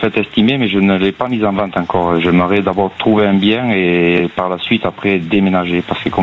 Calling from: Nouvelle-Aquitaine, France; Des Pyrénées-Atlantiques

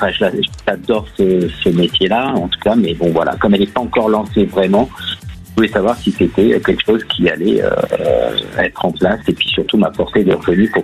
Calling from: Nouvelle-Aquitaine, France; Du bassin d'Arcachon, aussi.

